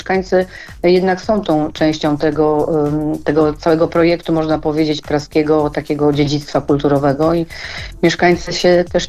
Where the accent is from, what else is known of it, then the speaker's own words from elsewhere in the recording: Warsaw, Masovian Voivodeship, Poland; Ja się urodziłam w Warszawie i wychowałam na Pradze, co prawda południa